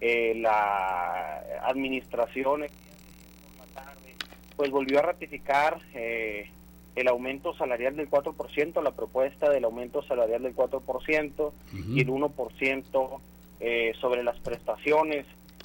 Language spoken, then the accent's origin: Spanish; Sonora, Mexico; como alumno de la Universidad de Sonora, como sonorense